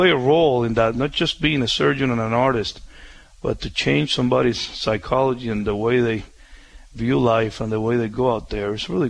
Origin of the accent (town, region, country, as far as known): Cuba; English is a second language; also born or lived in New Jersey; now in United States